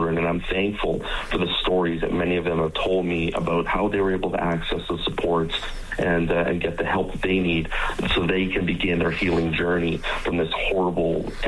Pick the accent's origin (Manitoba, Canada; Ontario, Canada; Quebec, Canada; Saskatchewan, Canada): Saskatchewan, Canada; I mean, I grew up in another part of Canada. I grew up in Saskatchewan. I remember coming to Alberta in the late 90s with my family